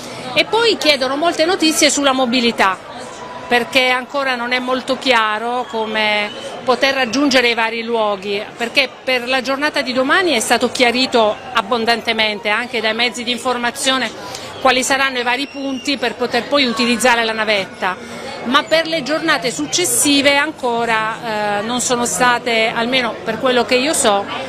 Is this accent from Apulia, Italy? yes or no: yes; Taranto, Apulia, Italy; io sono di Taranto